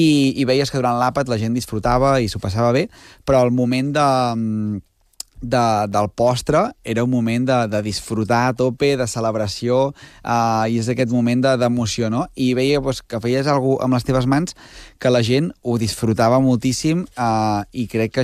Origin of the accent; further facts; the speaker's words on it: Santa Eulàlia de Riuprimer, Catalonia, Spain; Jo soc de l'altra banda d'Osona, soc de Santa Eulàlia, Riu Primer